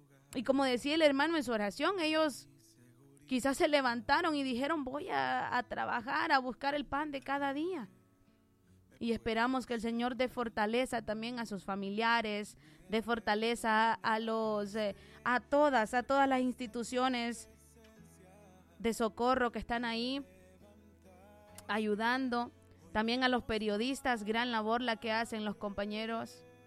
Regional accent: Honduras

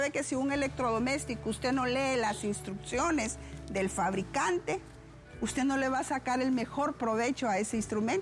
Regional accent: Honduras; lo más hermoso también de nosotros como Honduras, como hondureños

